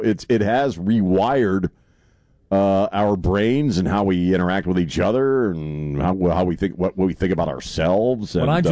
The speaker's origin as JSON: {"language": "English", "region": "Maryland", "country": "United States", "tie": "born or raised there", "said": "It's like I grew up in Maryland."}